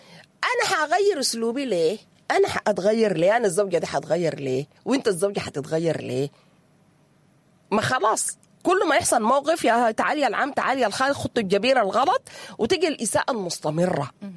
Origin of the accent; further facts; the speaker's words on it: Sudan; احنا كسودانيين متعودين على الاحتزار، اهو ده احتزارنا يا ناس